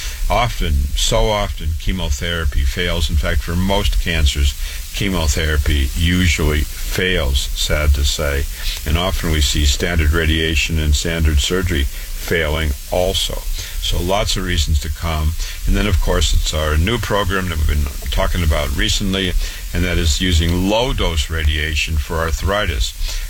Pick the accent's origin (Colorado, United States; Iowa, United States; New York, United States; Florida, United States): Iowa, United States; Waterloo; born and raised in Waterloo, Iowa. Went to public school